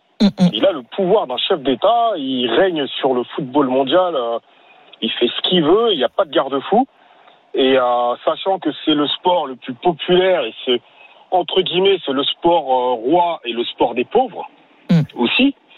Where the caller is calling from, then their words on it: Mali; moi je suis originaire du Mali.